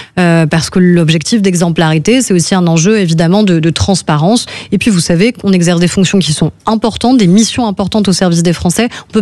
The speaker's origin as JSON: {"language": "French", "country": "France", "said": "parce que justement on s'y reconnaît en tant que Français."}